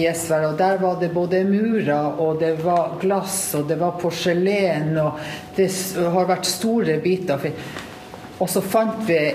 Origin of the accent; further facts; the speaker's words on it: Honningsvåg, Finnmark, Norway; Altså, det er jo sånn at jeg kommer jo fra Honningsvåg, og vi har jo kjøpt oss hus her for 10 år siden.